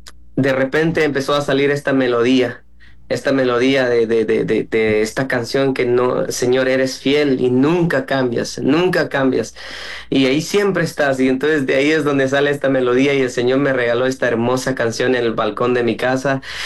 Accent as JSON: {"language": "Spanish", "country": "Guatemala", "lives_now": "Miami, United States", "said": "Sí, soy de Guatemala, pero radico en Miami ahora."}